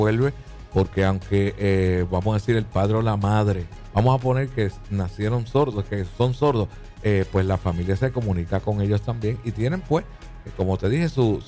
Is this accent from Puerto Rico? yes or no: yes; Fajardo, Puerto Rico; born there; Yo nací en Gubern, en Fajardo.